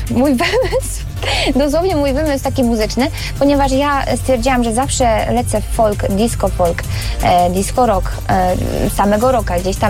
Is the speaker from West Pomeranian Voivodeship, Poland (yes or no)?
no; Lesser Poland, Poland; tutaj u nas na Podhalu